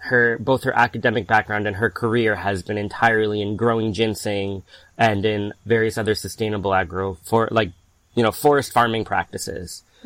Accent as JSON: {"language": "English", "area": "Hudson Valley", "region": "New York", "country": "United States", "tie": "born or raised there", "said": "And I grew up in the Hudson Valley"}